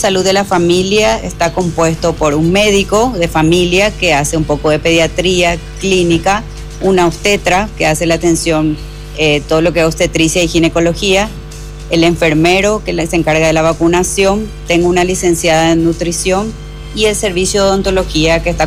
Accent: Luque, Central, Paraguay; Soy de Luque, soy de Cuacarandagüe, soy icuaense, como dicen

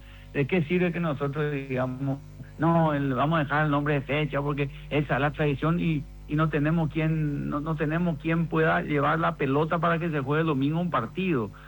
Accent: Paraguay; eso es lo que me une a mí en mi sangre como tradición, como paraguayo

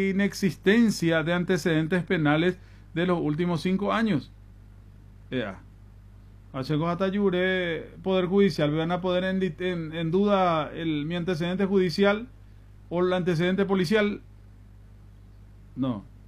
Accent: Paraguay; yo soy ciudadano paraguayo

